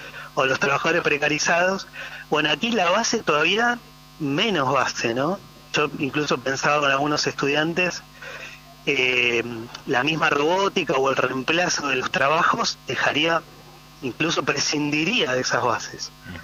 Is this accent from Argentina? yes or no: yes; Argentina